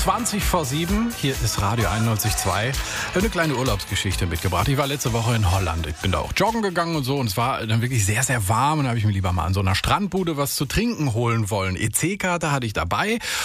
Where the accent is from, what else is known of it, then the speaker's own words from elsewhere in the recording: Germany; bin halt aus Deutschland